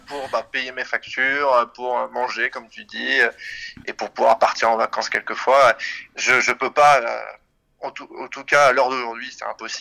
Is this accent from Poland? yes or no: no; Paris, Île-de-France, France; now in Switzerland; Je suis originaire de Paris et j'habite maintenant en Suisse.